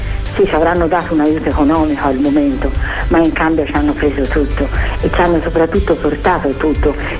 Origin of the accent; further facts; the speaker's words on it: Florence, Tuscany, Italy; sono di Firenze.